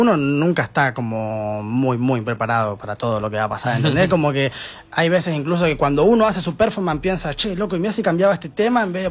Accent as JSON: {"language": "Spanish", "town": "General Pico", "region": "La Pampa", "country": "Argentina", "said": "Ahora vengo desde mi casa, que ya fui a visitar a mi vieja, General Pico."}